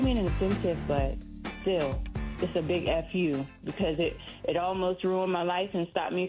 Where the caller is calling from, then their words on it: Stafford, Virginia, United States; Hi, I'm calling from Stafford.